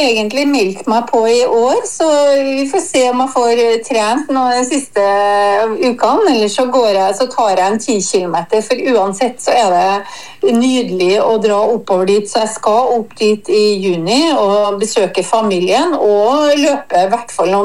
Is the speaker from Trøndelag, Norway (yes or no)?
yes; Trøndelag, Norway; du vet jeg er trønder.